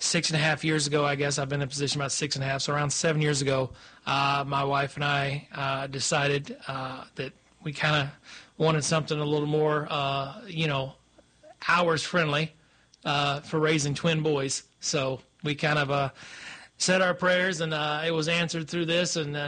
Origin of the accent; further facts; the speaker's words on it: Kentucky, United States; moved away as an adult; now in Wilson County, United States; I grew up right outside of Owensboro, Kentucky. Went to school at Western Kentucky University. I've been in Wilson County for, halfway into 26 now, so about 26 years I've been in Wilson County.